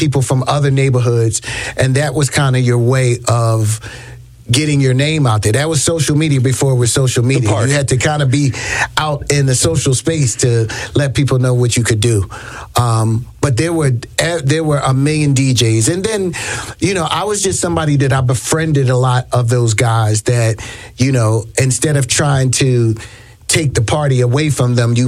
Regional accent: Philadelphia, Pennsylvania, United States; You know, I think growing up in West Philly, we would have a lot of block parties.

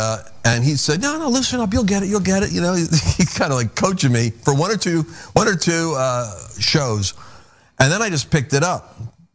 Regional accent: Oyster Bay, New York, United States; born there; accent: New York; I was born in Oyster Bay, Long Island. And so I have a little bit of an easy slip into the New York because my mother had the accent from New York. And I could pick it up easy. But then I'm 20% Jewish.

